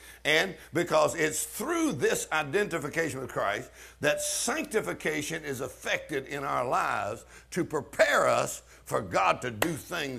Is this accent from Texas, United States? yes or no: yes; Texas, United States; born there; I'm from Texas.